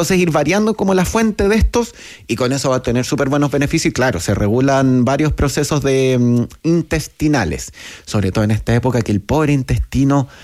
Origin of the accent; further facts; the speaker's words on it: Chile; Sí, soy de Chile.